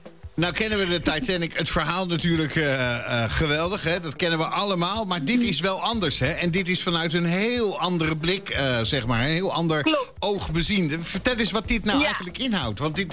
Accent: Rijswijk, South Holland, Netherlands; Rijswijk, ja, dat is in elk geval een beetje waar ik vandaan kom.

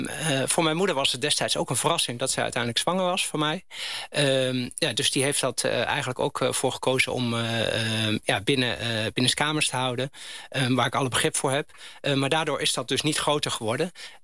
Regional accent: Overijssel, Netherlands; also born or lived in Amsterdam; ik ben geadopteerd. En na korte tijd, ik ben dus in Amsterdam geboren. En daarna ben ik opgegroeid in Twente, bij mijn adoptieouders.

